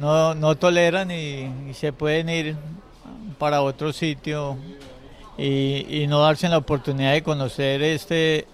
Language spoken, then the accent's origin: Spanish; Eje Cafetero, Colombia; De Colombia, Eje Cafetero.